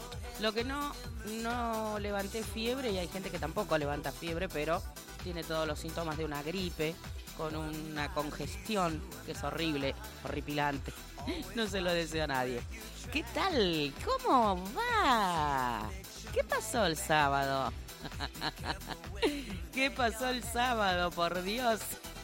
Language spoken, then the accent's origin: Spanish; Argentina; así somos los argentinos.